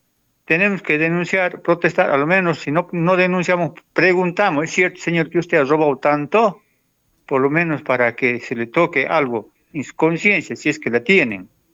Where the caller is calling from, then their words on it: Tarija, Bolivia; quiero felicitar a todo mi pueblo, a todo Tarija